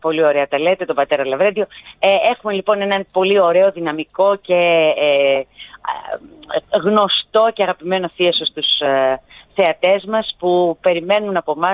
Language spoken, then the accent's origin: Greek; Chios, North Aegean, Greece; also born or lived in Pelion; γιατί είμαι χιώτισσα η καταγωγή, αλλά είμαι και πηλιορίτισσα. Έχω δύο αγαπημένους τόπους